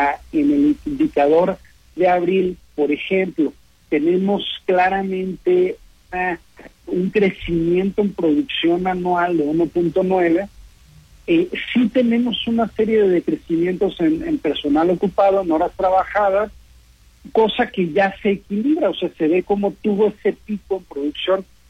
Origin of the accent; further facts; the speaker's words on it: Mexico; como a veces vemos que en México tratamos de inventar